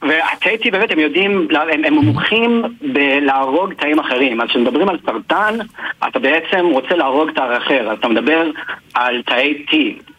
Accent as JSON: {"language": "Hebrew", "town": "Beit Shemesh", "region": "Jerusalem District", "country": "Israel", "tie": "born or raised there", "said": "אני נולדתי, גדלתי בבית שמש, להורים אמריקאים."}